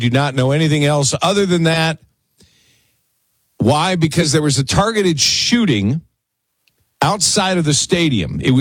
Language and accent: English; Edina, Minnesota, United States; moved away; I grew up in Edina. Edina is a very affluent suburb of Minneapolis.